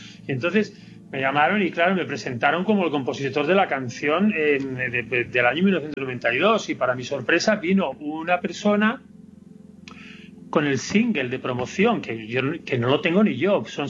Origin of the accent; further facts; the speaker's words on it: Spain; moved away as an adult; now in Berlin, Germany; yo viví ese furor, a ver, de niño, en mi pueblo... Cuando escuchábamos, a ver, escuchábamos cuando yo tenía 6 años, a finales de los 60, primeros de los 70